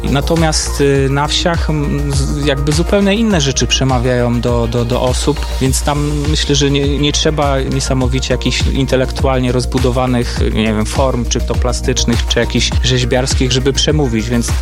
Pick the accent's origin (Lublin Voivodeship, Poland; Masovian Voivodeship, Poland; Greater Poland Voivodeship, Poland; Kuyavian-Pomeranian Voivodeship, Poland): Greater Poland Voivodeship, Poland; Konin; No, jestem z Konina.